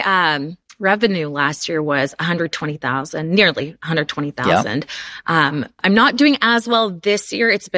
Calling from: Houston, Texas, United States; I'm calling from Houston, Texas, where it is 1,000 degrees.

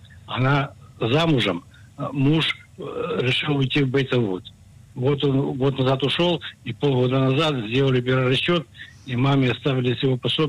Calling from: Nesher, Haifa District, Israel; Я из Нешера.

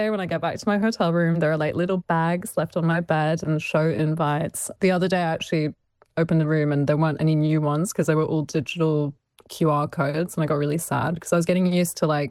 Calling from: Paris, Île-de-France, France; I'm dialing in about 2 minutes away from the Arc de Triomphe, which is such a thrill to drive around.

